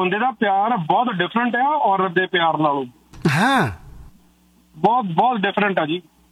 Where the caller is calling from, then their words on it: Gurdaspur district, Punjab, India; ਮੈਂ ਗੁਰਦਾਸਪੁਰ ਜ਼ਿਲ੍ਹੇ ਤੋਂ ਬਿਲੋਂਗ ਕਰਦਾ ਜੀ।